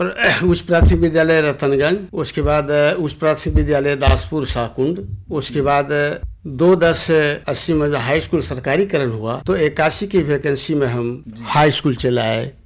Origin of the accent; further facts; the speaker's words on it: Banka, Bihar, India; ग्राम तिलकपुर रजौन बका